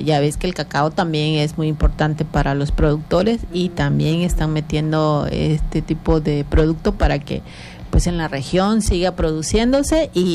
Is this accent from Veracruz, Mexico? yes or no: no; Tabasco, Mexico; nuestras raíces, nuestras tradiciones y las costumbres que tenemos los tabasqueños.